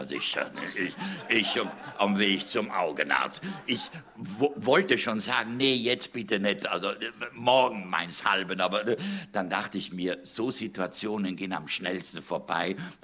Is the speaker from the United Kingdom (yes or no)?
no; Trentino-Alto Adige, Italy